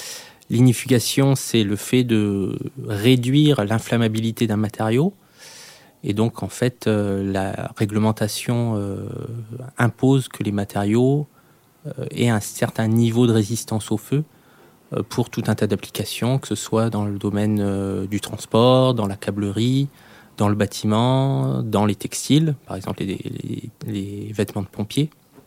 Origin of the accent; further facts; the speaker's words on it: Hauts-de-France, France; moved away as an adult; also born or lived in Reims / Roubaix / Lyon; now in Alès, France; je suis Picard à l'origine. J'ai fait mes études supérieures à Reims, puis à Roubaix, à l'école textile d'ingénieur. Et ensuite, je suis venu à Alès faire ma thèse